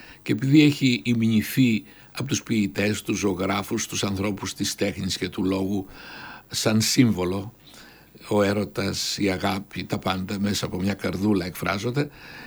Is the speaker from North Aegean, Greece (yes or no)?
yes; Polichnitos, North Aegean, Greece; born there; Γεννήθηκα στον Πολυχνίο της Μυτιλίνης, ένα χωριό ωραιότατο τότε.